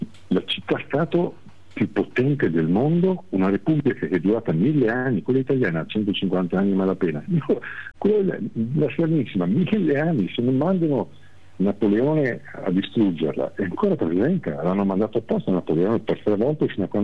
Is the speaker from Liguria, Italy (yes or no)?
no; Veneto, Italy; parlavamo veneto, discutevamo di affari veneti, noi siamo veneti e rimarremo sempre veneti